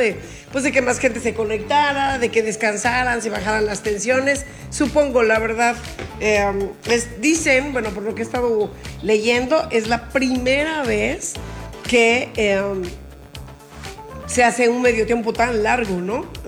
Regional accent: Mexico

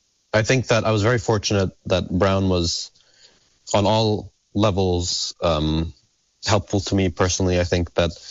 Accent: Palestine; we grew up together in Palestine. We all of us went from, well, Tahsin since kindergarten and Kenan and I since first grade to a Quaker school in Palestine. It's called the Ramallah Friends School.

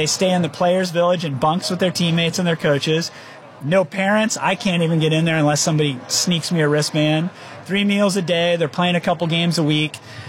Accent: Whittier, California, United States; also born or lived in Englewood; I was born in Englewood, raised in Whittier, so East LA. We were broke a couple times over, but sports was the thing that bonded us.

